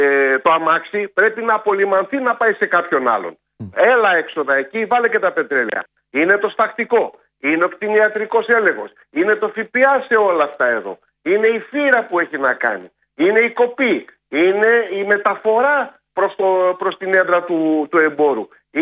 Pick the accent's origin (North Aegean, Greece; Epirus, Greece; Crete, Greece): Epirus, Greece; οι μικρές παραγωγές που ξέραμε εμείς που μεγαλώσαμε στην Ήπεθρο